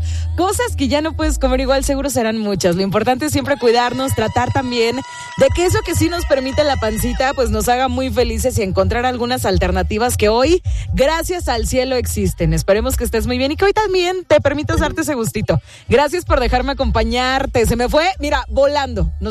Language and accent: Spanish; Monterrey, Nuevo León, Mexico; Sí, soy de Monterrey, por eso así me dicen.